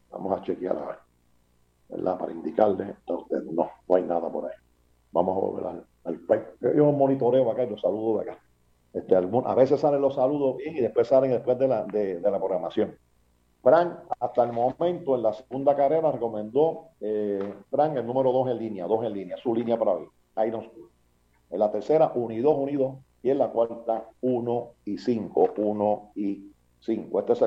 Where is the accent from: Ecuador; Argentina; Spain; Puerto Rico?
Puerto Rico; Barranquitas; born there; also born or lived in Bayamón, Puerto Rico; yo soy de Lechal, y yo decía, yo soy de vivo en Barranca, nací en La Vega.